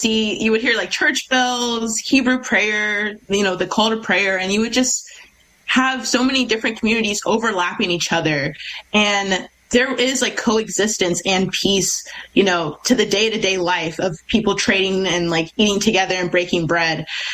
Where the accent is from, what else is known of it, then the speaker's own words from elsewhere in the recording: United States; my privilege as an American